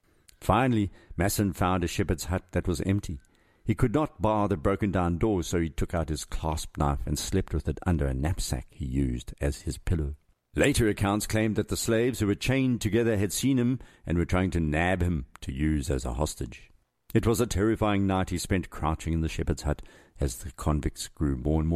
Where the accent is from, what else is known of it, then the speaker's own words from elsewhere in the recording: South Africa; as a South African.